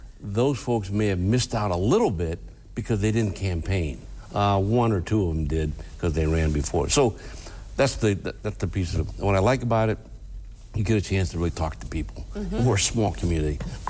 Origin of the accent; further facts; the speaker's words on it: Toledo, Ohio, United States; So I grew up in West Toledo. Mancy's Restaurant was my local neighborhood, if you will, and grew up on Berkeley Drive, St. Agnes Parish.